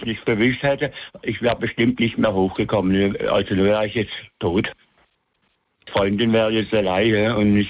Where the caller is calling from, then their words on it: Lahr, Baden-Württemberg, Germany; Ich bin aus Lahr.